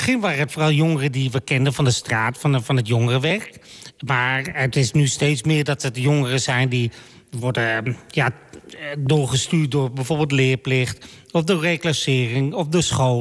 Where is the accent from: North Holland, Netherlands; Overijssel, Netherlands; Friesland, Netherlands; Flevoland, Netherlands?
Flevoland, Netherlands; Lelystad; En ik ben geboren en getogen hier in Lelystad.